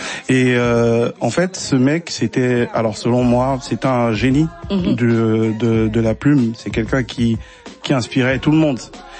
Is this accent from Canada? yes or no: no; Nairobi, Kenya; Donc, et clairement, cette chanson, on a grandi à Nairobi, au Kenya.